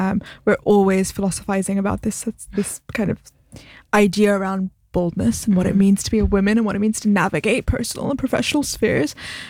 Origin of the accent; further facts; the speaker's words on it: London, United Kingdom; we're both from London. We know the city inside and out